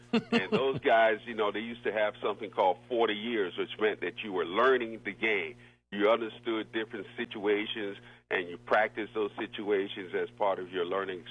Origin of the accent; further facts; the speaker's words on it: Philadelphia, Pennsylvania, United States; growing up in Philadelphia